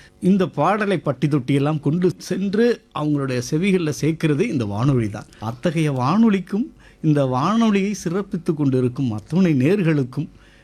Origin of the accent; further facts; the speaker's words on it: Karumathur, Tamil Nadu, India; மதுரையிலிருந்து உசிலம்பட்டி போகின்ற பகுதியில நடுவுல ஒரு பகுதி கருமாத்தூர் அப்படிங்கிற ஒரு கிராமம். அது எங்களுடைய சொந்த ஊர்.